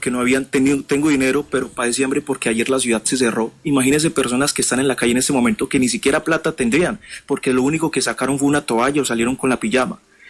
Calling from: Buenaventura, Valle del Cauca, Colombia; también vivo en la ciudad de Buenaventura y pues es una ciudad que está damnificada.

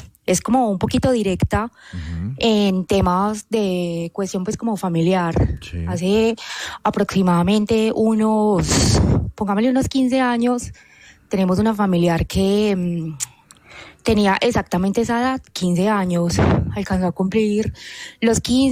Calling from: Pereira, Risaralda, Colombia; saludos desde aquí, desde Pereira.

